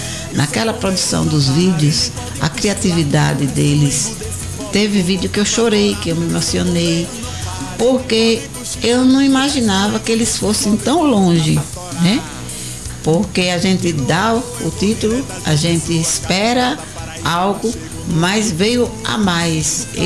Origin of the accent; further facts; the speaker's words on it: Northeast Region, Brazil; Somos nordestinos